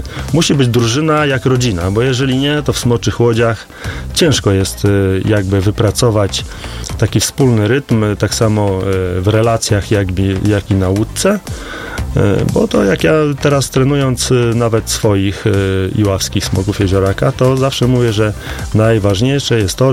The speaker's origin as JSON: {"language": "Polish", "town": "Biskupiec", "region": "Warmian-Masurian Voivodeship", "country": "Poland"}